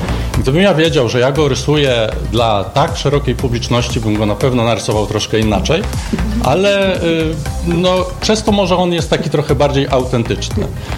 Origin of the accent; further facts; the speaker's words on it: Radom, Masovian Voivodeship, Poland; a że od pokoleń jestem radomianinem, więc szukałem wydarzeń, które się jakby wydarzyły w Radomiu